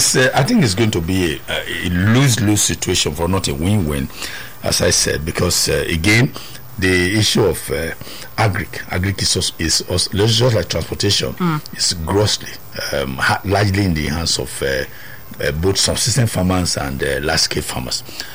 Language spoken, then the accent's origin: English; Nigeria; But again, I'm Nigerian.